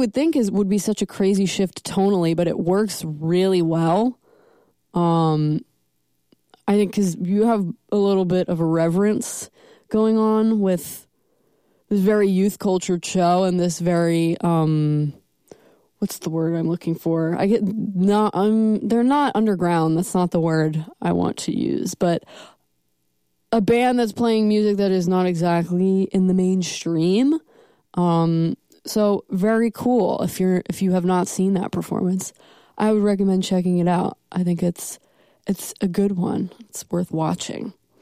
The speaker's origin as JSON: {"language": "English", "area": "Long Island", "region": "New York", "country": "United States", "moved": "yes", "lives_now": "Virginia, United States", "said": "because I am from Long Island, New York, proudly so"}